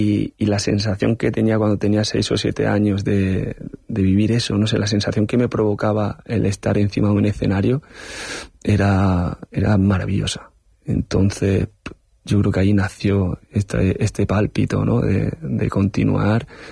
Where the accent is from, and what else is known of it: Linares, Andalusia, Spain; born or raised there; moved away